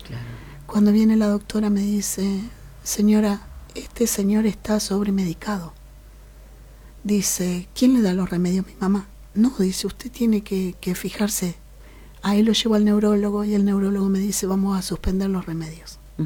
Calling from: Neuquén, Argentina; Yo vivo en Neuquén

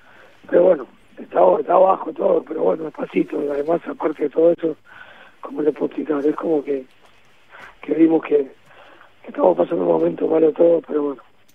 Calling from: Argentina; Somos los argentinos

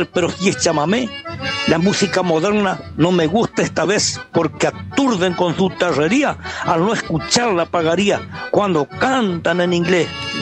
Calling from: Entre Ríos, Argentina; los amigos de aquí de Sencán

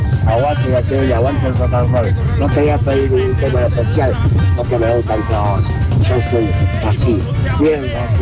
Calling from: General Ramos, Argentina; de General Ramos.

